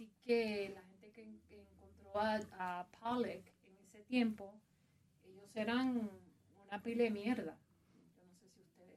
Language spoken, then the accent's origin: Spanish; Puerto Rico; realmente como puertorriqueña y la colonia más vieja del planeta Tierra